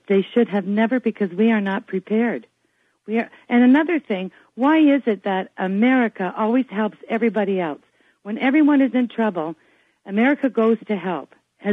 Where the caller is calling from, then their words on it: Canada; I'm a Canadian.